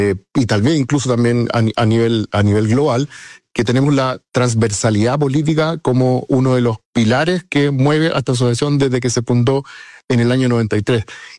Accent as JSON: {"language": "Spanish", "country": "Chile", "said": "Nosotros como chilenos"}